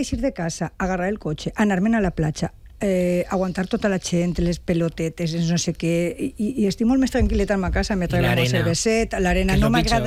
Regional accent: Xàbia, Valencian Community, Spain; Jo m'he criat en la Granada... Bueno, jo m'he criat en Xavier de Xicoteta

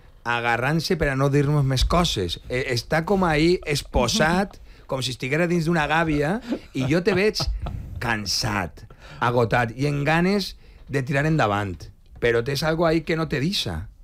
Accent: Valencian Community, Spain; jo si soc valencià, 9 d'octubre, saps? De 1982

